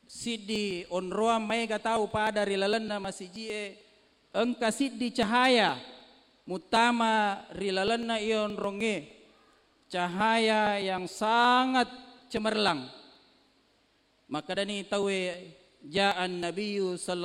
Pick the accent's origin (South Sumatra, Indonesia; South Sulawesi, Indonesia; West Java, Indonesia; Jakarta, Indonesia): South Sulawesi, Indonesia; moved away; saya hari ini kembali ke kampung, pulang kampung. Tadi saya diperkenalkan ini saya orang Pindrang. Lahir di sebuah negeri yang namanya California City Punia Desa Marano Kecamatan Matirebulu